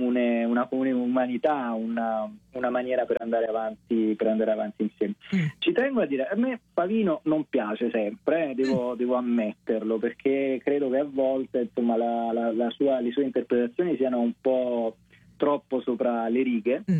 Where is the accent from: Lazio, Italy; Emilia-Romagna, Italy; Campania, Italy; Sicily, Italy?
Campania, Italy; Naples; da napoletano, quando un non napoletano interpreta, insomma, dei personaggi della mia città